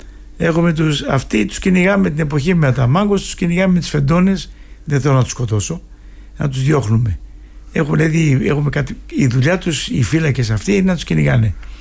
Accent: Greece; moved away; Αυτή είναι η επιτυχία που είχαμε εμείς σαν Έλληνες.

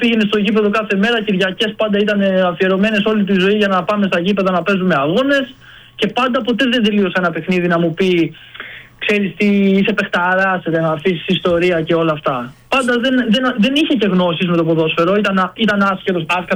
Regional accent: Larissa, Thessaly, Greece; είμαι Λαρισαίος, μεγάλωσα εκεί.

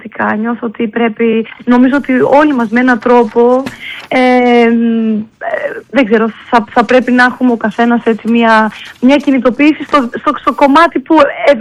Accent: Crete, Greece; moved away; ήταν Κομόπολη το μέρος που μεγάλωσα στην Κρήτη.

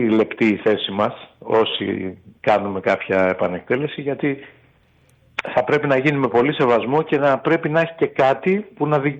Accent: Kefalonia, Ionian Islands, Greece; Αν και είμαι Κεφαλονίτης, εγώ αισθάνομαι βαθύτατα Έλληνας

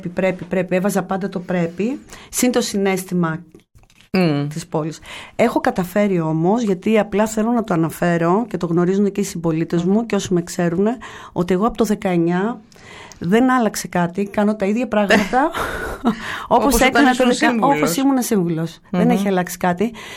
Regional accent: Messini, Peloponnese, Greece; also born or lived in Kalamata; Πριν είπα ότι μεγάλωσα στη Μεσίνη, η Μεσίνη είναι ο τόπος μου, μπορεί να γεννήθηκα στην Καλαμάτα, αλλά τη Μεσίνη την αγαπάω.

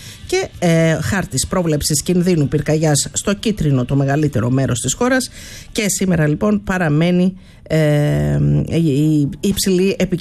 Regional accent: Malesina, Central Greece, Greece; στις Μαλεσίνες, που είναι το χωριό μου.

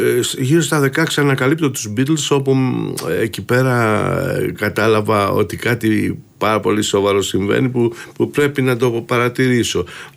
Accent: Piraeus, Attica, Greece; Καταρχήν, όντας Πειραιώτης, mm-hmm. μεγάλωσα στην Καλλίπολη και με τον ήχο των jukebox.

